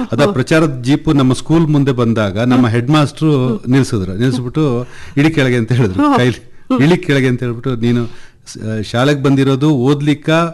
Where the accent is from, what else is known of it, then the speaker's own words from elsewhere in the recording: Koynadu, Karnataka, India; ನಮ್ಮೂರು ಕೊಯನಾಡಿನಲ್ಲಿ, ಅಲ್ಲೂ ಕೂಡ ನಾನು ಶಾಲೆ ಕಲಿತಾ ಇದ್ದೆ.